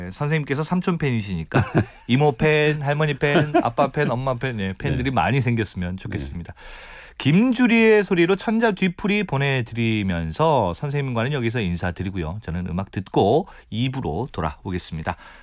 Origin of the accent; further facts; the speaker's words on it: South Korea; 이게 약간 예전에 그 이제 섬에서 컸으니까 네. 바닷가에 떠내려온 신문을 보면 종이 신문 보면